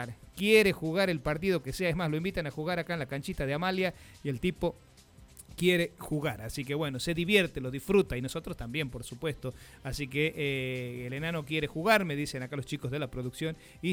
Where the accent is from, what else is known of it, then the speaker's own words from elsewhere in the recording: Argentina; Viste que los argentinos no nos fijamos mucho en eso.